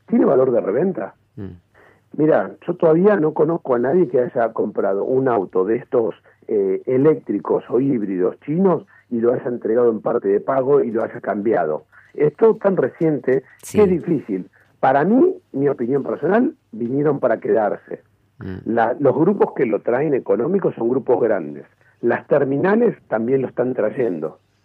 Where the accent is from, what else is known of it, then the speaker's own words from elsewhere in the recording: Argentina; Somos argentinos